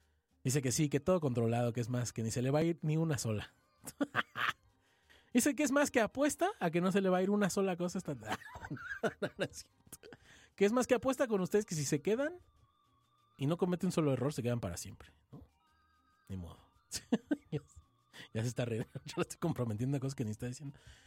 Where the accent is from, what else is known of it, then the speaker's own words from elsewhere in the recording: Mexico; somos gente mañosa